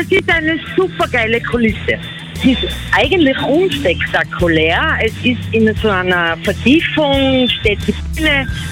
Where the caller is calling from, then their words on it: Tyrol, Austria; Aus Tirol.